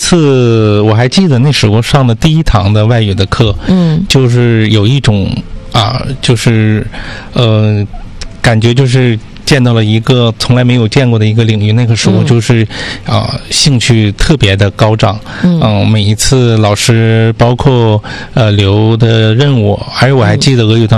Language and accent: Chinese; Russia; Chinese is a second language; 完了之后我们俄罗斯人说呢，我们可能听的时候也有比较这个不理解，就是语音上的一个差异。